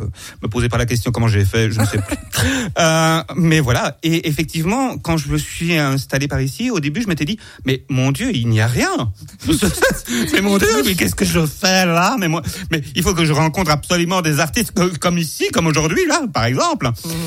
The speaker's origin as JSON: {"language": "French", "town": "Brussels", "region": "Brussels-Capital Region", "country": "Belgium", "also_born_or_lived": "Paris", "moved": "yes", "lives_now": "Champagnole, France", "said": "ici, en plus, dans le Jura, moi, il faut savoir que, comme je l'ai dit dans le sketch, je suis belge d'origine, je viens de Bruxelles. Donc il faut s'imaginer venir de Bruxelles. Je ne connaissais pas du tout le Jura"}